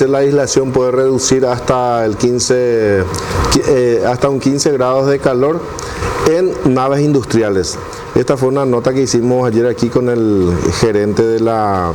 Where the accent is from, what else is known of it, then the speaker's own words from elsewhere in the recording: Paraguay; una característica nuestra de los paraguayos es que los hijos de nuestros compatriotas que están en el exterior mantienen las costumbres de sus familias.